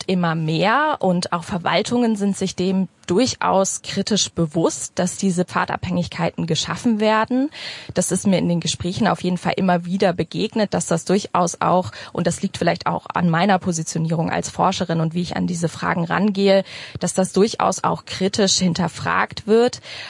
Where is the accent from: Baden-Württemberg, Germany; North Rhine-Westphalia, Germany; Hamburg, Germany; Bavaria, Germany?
Hamburg, Germany; ich komme aus Hamburg, ich forsche auch in Hamburg.